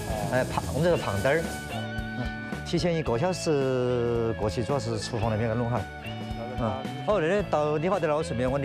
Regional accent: Chongqing, China; accent: Chongqing dialect; 我们重庆话就是爸爸牛肉

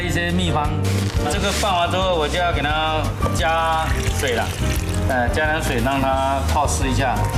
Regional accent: Longhai, Fujian, China; now in Fuzhou, China; 今年有42岁了。我来自漳州龙海，我们就在厦门的对面，毗邻厦门。我们老家有这种传统的工艺，做卤味啊，做沙茶面啊。

